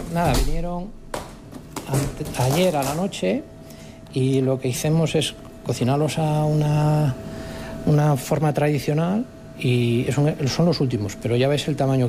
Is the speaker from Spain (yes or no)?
yes; Mondoñedo, Galicia, Spain; Pues nosotros somos de Mondoñedo, a un pueblecito de aquí